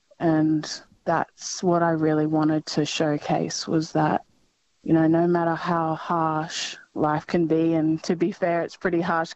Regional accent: Northern Territory, Australia; I'm originally not from WA. I'm from Northeast Arnhem Land myself.

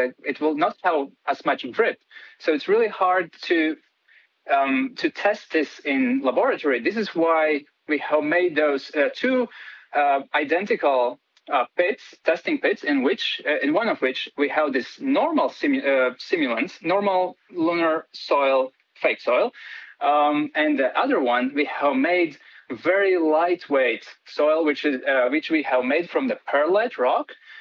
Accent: Latvia; English is a second language; moved away as an adult; I'm originally from Latvia. I'm doing my PhD here, and I live here for the last 3 years, and I love your beautiful country.

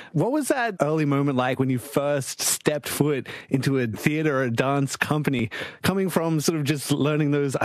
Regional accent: Rockhampton, Queensland, Australia; It's actually touring in Queensland throughout August and November, including in my hometown on Durrumbul Country 4701, where the Murrays have fun, Rockhampton.

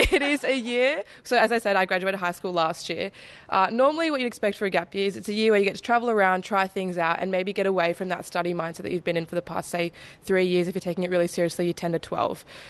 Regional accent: Sydney, New South Wales, Australia; So for some context, I'm currently 18. I'm from Sydney. Have to shout out to Sydney. Not from the top end, unfortunately.

